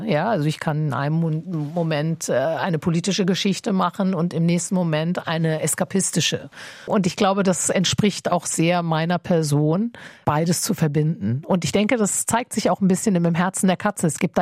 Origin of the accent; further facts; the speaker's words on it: Iran; now in Germany; als Iranerin wollte ich gerne eine andere Seite des Irans immer zeigen